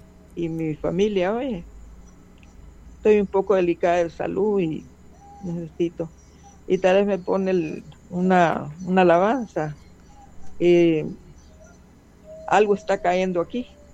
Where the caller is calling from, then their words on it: Estanzuela, Zacapa, Guatemala; de aquí de Estanzuela, Zacapa.